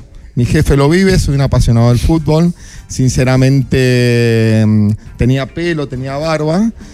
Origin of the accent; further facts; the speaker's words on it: Mendoza, Argentina; moved away as an adult; now in Chile; soy oriundo de Mendoza, 11 años en Chile